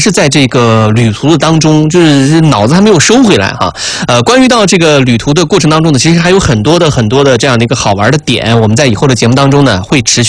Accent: Xinjiang, China; accent: Xinjiang Hui dialect; 就是我们新疆回族人的那种土话，然后就用我爸那种方式，因为我爸每次就是那种新疆话，

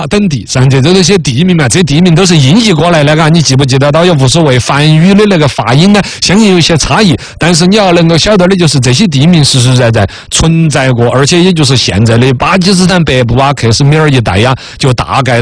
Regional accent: Chengdu, Sichuan, China; 我们成都

